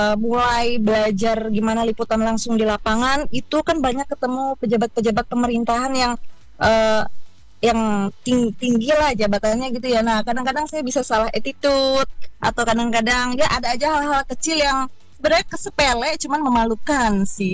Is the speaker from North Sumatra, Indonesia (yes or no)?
no; Sampit, Central Kalimantan, Indonesia; also born or lived in Yogyakarta; asli Sampit ya. Bapak Jogja, dulu juga sempat 11 tahun di Jogja waktu kuliah. Cuman setelah bekerja kembali ke daerah, domisili memang di sini sekarang. Dan sudah membangun keluarga kecil di sini, di Sampit.